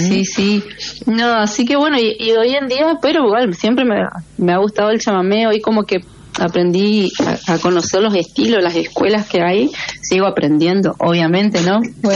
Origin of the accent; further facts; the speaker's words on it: Neuquén, Argentina; born there; moved away as an adult; now in Formosa, Argentina; soy neuquina, nací en Neuquén Capital. Y bueno, hace 12 años y medio que ya estoy viviendo acá en Formosa. Me trajo el amor.